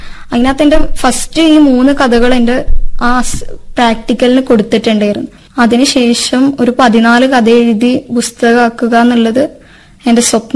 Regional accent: Iritty, Kerala, India; എന്റെ വീട് ഇരിട്ടിയിലുള്ള പേരട്ട എന്ന് പറഞ്ഞ സ്ഥലത്തും. ഞാൻ പഠിച്ചത് +2 വരെ കുന്നോത്തായിരുന്നു.

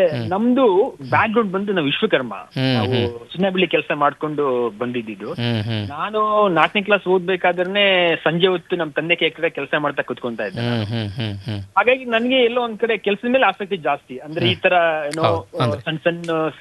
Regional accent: Karnataka, India; so 2001 ನಮ್ಮೂರು ಬಂದು ಕೇರ್ನಗರ

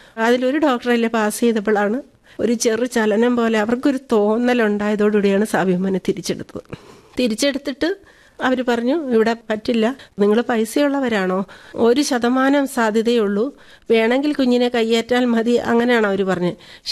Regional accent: Rajakkad, Kerala, India; ഇടുക്കിയിലാണ്, Idukki Rajakkad.

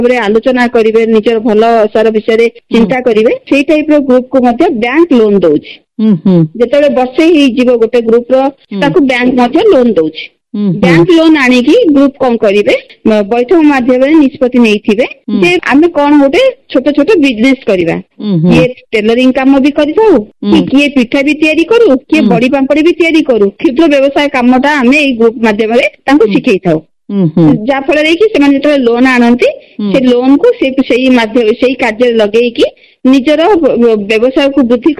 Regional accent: Jeypore, Odisha, India; ମୋର ଘର ଜୟପୁର, ମାତ୍ର ମୁଁ କାମ ଚାକିରି କରିଛି କୋଟପାର ଏନ୍ଏସି ରେ।

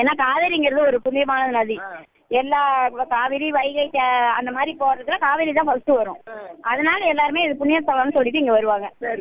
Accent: Manakudi, Tamil Nadu, India; மயிலாடுதுறை மாவட்டம் மணக்குடியில பிறந்தேன்.

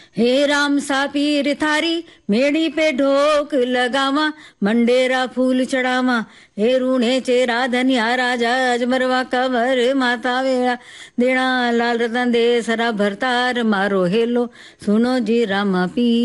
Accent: North India, India; तो देखिए मैं तो नॉर्थ इंडियन हूँ

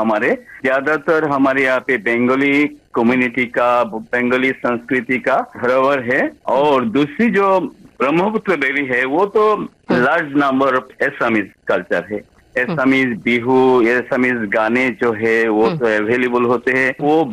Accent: Ramkrishna Nagar, Assam, India; first language Bengali; Hindi is a second language; मेरा गांव का नाम है राम कृष्ण नगर, डिस्ट्रिक्ट है श्री भूमि, असम से।

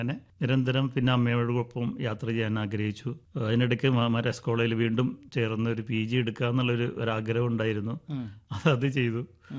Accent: Kochi, Kerala, India; ഞാൻ പഠിച്ചതും വളർന്നതും ഒക്കെ എറണാകുളമാണ് എൻ്റെ നഗരം. എറണാകുളത്ത് മരസ് കോളേജിലാണ് പഠിച്ചത്.

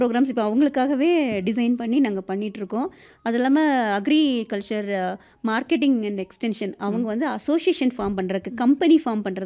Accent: Kanyakumari, Tamil Nadu, India; moved away as an adult; now in Kodaikanal, India; கன்னியாகுமரி என்னோட சொந்த ஊர்

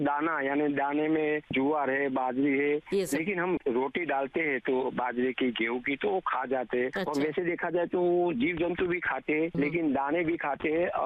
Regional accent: Der, Gujarat, India; now in Ahmedabad, India; मेरा गाँव डेर है, तहसील जिला पाटन, वहाँ गोरैया बहुत है, अहमदाबाद में कम है।

